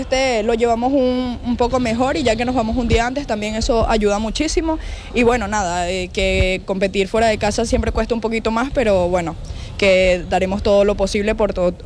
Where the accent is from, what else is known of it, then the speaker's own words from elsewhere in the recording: Venezuela; now in Ourense, Spain; ahí somos 3 venezolanas en el equipo, y pues sin duda alguna con mis 2 compañeras de Venezuela, que bueno, ya hemos jugado muchas veces juntas en Venezuela